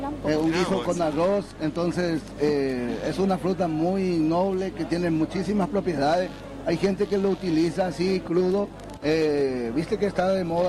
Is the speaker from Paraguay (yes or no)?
yes; Hohenau, Itapúa, Paraguay; No, yo soy oriundo de Joenao.